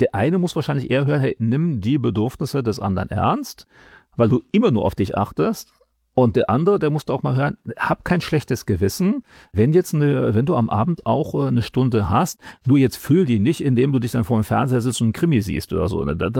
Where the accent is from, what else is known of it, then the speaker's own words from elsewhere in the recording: Germany; Und manchmal habe ich sogar den Eindruck, dass wir so als Deutsche da so ein bisschen sogar stärker das haben.